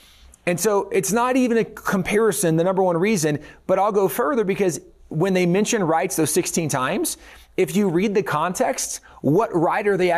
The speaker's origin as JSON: {"language": "English", "region": "the South", "country": "United States", "tie": "born or raised there", "said": "growing up in the South, and I'm sure all of us heard this in the South, well, it's states' rights."}